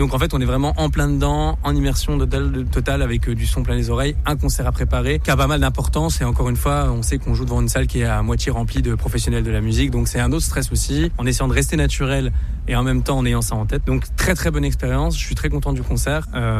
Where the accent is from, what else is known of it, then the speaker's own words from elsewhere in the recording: France; Français, bon, je suis français.